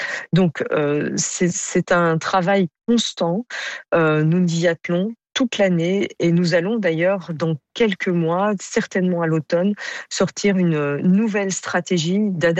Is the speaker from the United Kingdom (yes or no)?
no; Belgium; je suis belge.